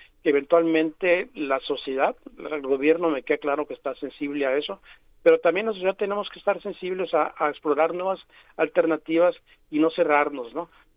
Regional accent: Guaymas, Sonora, Mexico; Yo soy de Guaymas, viví muy poco en Guaymas, pero yo recuerdo de niño... el agua de la llave era agua desalinizada

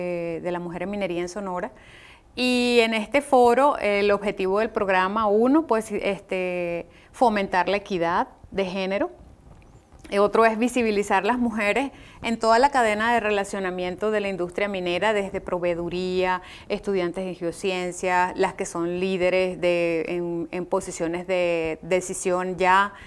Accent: Venezuela; now in Mexico; Soy venezolana, pero sí. soy mexicana ya, por naturalización.

